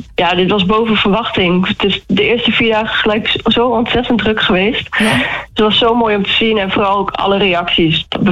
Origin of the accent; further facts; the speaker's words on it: Scheemda, Groningen, Netherlands; moved away as an adult; now in Ten Boer, Netherlands; Ik kom zelf uit Scheemda. Maar ik woon inmiddels al wel bijna 9 jaar.